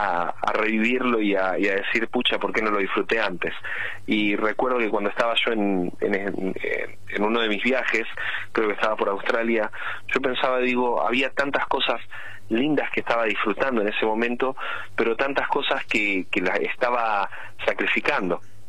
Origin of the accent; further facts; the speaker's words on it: Argentina; moved away; yo me crié, me viví en la Argentina y me perfeccioné en la Argentina como cantante